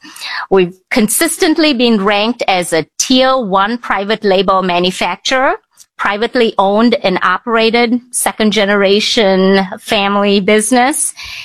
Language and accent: English; Sri Lanka; moved away as an adult; now in Michigan, United States; I'm originally from Sri Lanka. It's an island off the coast of India. Used to be called Ceylon for us older folks.